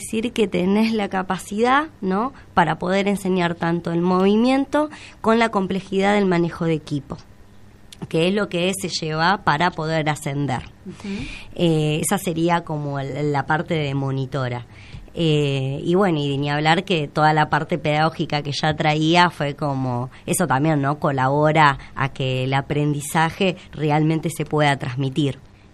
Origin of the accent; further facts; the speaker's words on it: Rawson, Chubut, Argentina; moved away; also born or lived in Entre Ríos / Lago Puelo / Córdoba; yo la verdad es que solamente nací en Entre Ríos. Mi familia desde los 8 meses me trajeron a vivir a esta hermosa Patagonia, al sur, al mar, y bueno, y me crié acá.